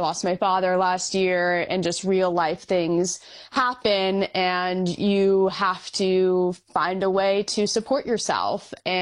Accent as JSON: {"language": "English", "region": "New York", "country": "United States", "said": "but I'm from New York, so US Open is a special place to me, just in my backyard."}